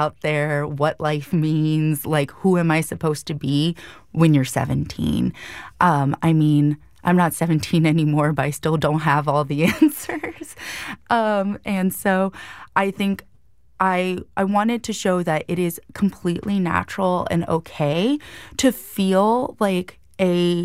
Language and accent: English; Hawaii, United States; what's so powerful about being Native Hawaiian is the community aspect of it and feeling seen and known by other Native Hawaiians around me.